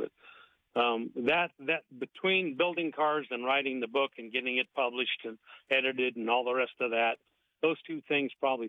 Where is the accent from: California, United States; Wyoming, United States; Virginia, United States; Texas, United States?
Wyoming, United States; I decided that I'm born and raised in Wyoming, and I love the Grand Tetons and Yellowstone.